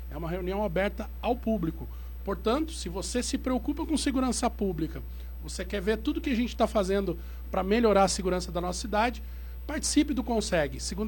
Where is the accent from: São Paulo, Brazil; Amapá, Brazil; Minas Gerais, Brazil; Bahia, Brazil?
São Paulo, Brazil; Pindamonhangaba; o único candidato a deputado estadual da cidade, nascido e criado aqui em Pindamonhangaba